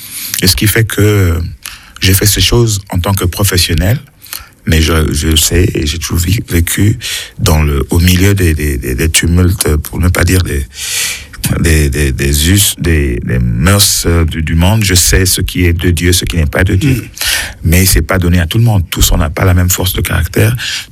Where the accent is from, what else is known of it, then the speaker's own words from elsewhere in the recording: Republic of the Congo; born there; moved away; moi je suis né en Afrique, au Congo-Brazzaville